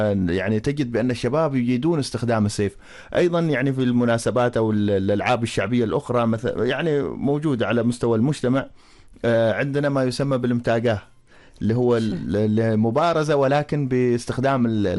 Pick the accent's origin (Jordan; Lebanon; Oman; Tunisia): Oman; احنا عندنا في سلطنة عمان يعني الناس تعرف وتجيد التعامل مع السيف،